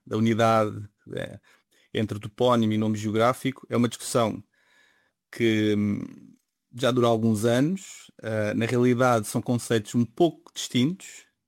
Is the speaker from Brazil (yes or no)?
no; Portugal